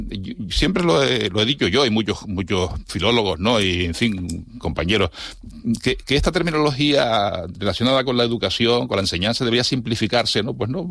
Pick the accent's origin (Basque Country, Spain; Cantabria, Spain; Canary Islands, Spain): Canary Islands, Spain; also born or lived in Guía de Isora